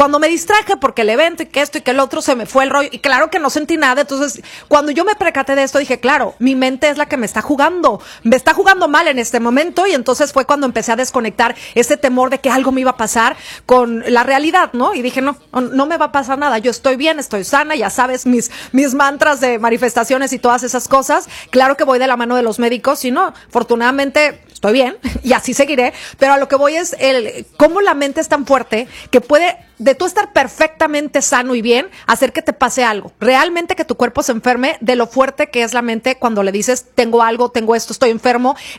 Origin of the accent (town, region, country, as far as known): Mexico